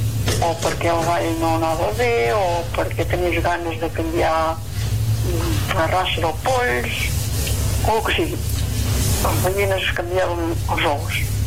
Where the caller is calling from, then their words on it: Santa Pau, Catalonia, Spain; Soc el marit de Santa Pau